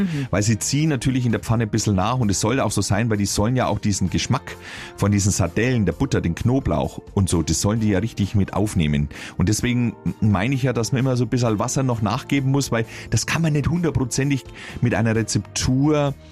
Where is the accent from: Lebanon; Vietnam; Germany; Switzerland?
Germany; Bavaria; weil ich sie als Franke nicht aussprechen kann